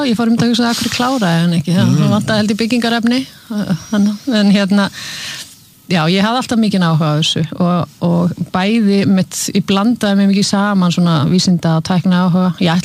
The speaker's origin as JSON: {"language": "Icelandic", "town": "Húsavík", "region": "Northeastern Region", "country": "Iceland", "said": "Já Ég er frá Húsavík fóreldra mínu frá Akureyri og Húsavík"}